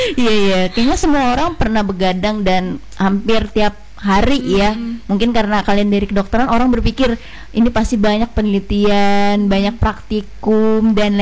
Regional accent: Jakarta, Indonesia; also born or lived in Medan; aku juga dari Medan. Tapi aku gak besar di Medan. Aku di Jakarta besarnya.

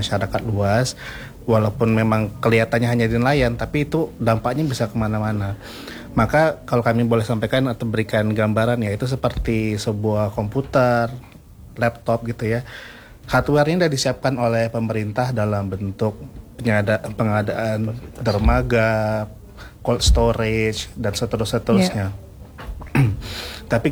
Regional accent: Riau Islands, Indonesia; kita sebagai anak Kepri, kita bangga sebagai nelayan

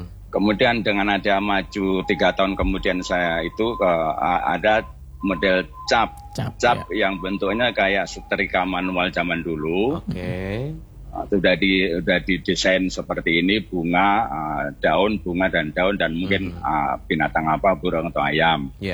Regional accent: Klaten, Central Java, Indonesia; born or raised there

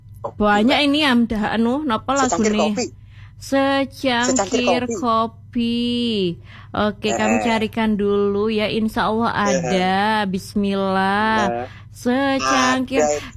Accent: Malang, East Java, Indonesia; bagi kita yang dari lahir di Malang

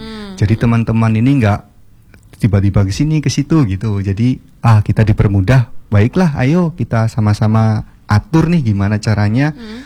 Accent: Malang, East Java, Indonesia

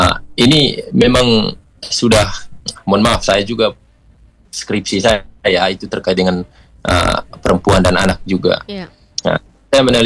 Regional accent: East Nusa Tenggara, Indonesia; Psikologi kita orang NTT itu apa yang disampaikan di sekolah itu lebih cepat diterima daripada apa yang disampaikan oleh orang tua

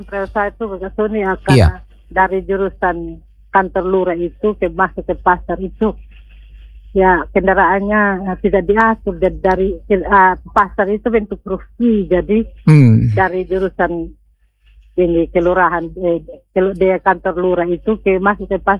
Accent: Amanatun Selatan District, East Nusa Tenggara, Indonesia; now in Oesao, Indonesia; di kampung saya di Kecamatan Amanatun Selatul masih hujan

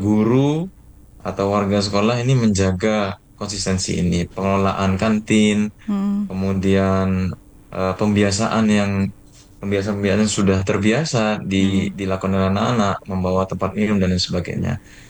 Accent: Jember, East Java, Indonesia; born or raised there

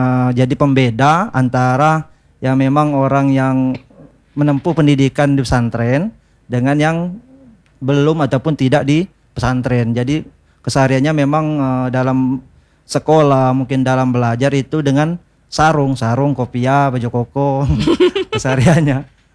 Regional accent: Bengkulu, Indonesia; moved away; Aslinya orang Bengkulu Utara, di Kertapati, Air Besi, Bengkulu Utara.

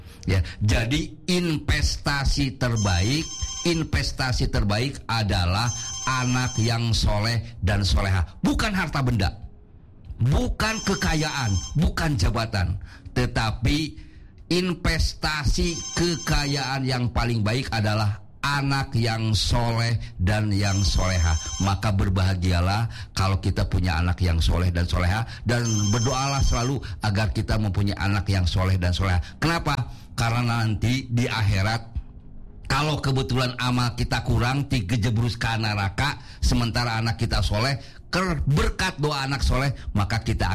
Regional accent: Subang, West Java, Indonesia; also born or lived in Bandung; Dulu saya waktu SMP sekolah di Subang, Pak Kasmo, di Kecamatan Jalan Cagak, di SMP Jalan Cagak, karena orang tua saya pada saat itu bekerja di perkebunan Ciater. Jadi perkebunan Ciater, sekolah SD-nya di Ciater di Subang, SMP-nya di Jalan Cagak Subang

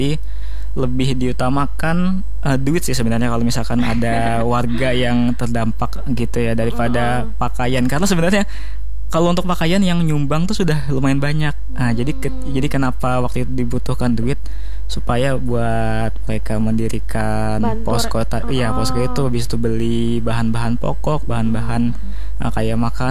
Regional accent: Kalimantan, Indonesia; Sebagai orang yang tumbuh di Kalimantan, memang belum pernah ngerasain gempa.

